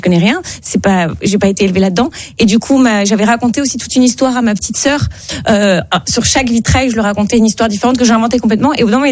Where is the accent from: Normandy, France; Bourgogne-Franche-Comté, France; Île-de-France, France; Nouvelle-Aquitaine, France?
Île-de-France, France; Paris; born there; je suis vraiment une Parisienne, je suis née à Paris